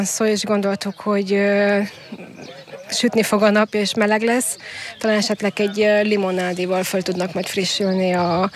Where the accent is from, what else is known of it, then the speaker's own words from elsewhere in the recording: Hungary; ez itt igazából ugye a gyermekkoromnak a része, itt nőttem fel